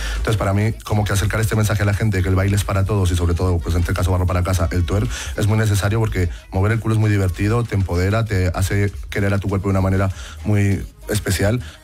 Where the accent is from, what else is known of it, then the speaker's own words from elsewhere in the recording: Colombia; now in Peru; Sí, soy colombiano.